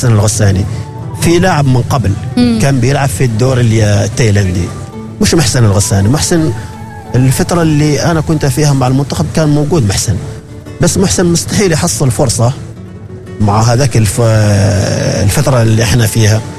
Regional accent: Oman; البعض يقول لك ليش إحنا ما نقنص، إحنا كعمانيين ما نقنص، إحنا عندنا خامات كعمانيين عندنا

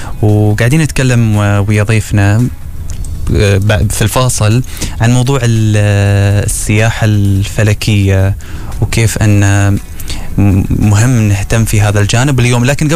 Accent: Oman; وهل موجود عندنا في عمان

